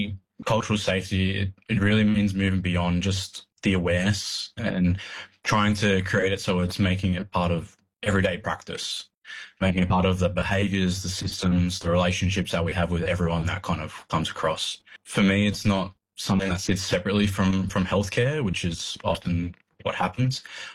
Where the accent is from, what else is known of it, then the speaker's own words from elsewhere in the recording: New South Wales, Australia; I'm a proud Wiradjuri man with family connections to the Kaurna and Cootamundra regions of New South Wales.